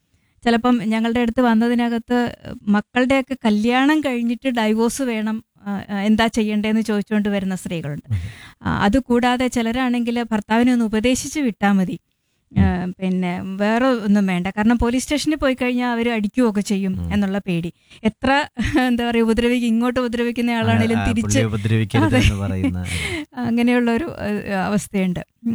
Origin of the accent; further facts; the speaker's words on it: Kottayam, Kerala, India; now in Thiruvananthapuram, India; ഞാൻ കോട്ടയത്തുനിന്ന് തിരുവനന്തപുരത്ത് വന്ന് താമസിക്കുന്ന ആളാണ്.